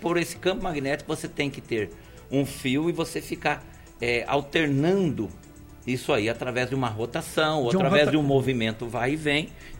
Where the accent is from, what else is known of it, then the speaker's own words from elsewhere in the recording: Tupi Paulista, São Paulo, Brazil; moved away; eu sou do interior, lá de Tupi Paulista, onde no sítio que eu morava, nem quando eu estudava, com 7, 8 anos, ainda não tinha eletricidade.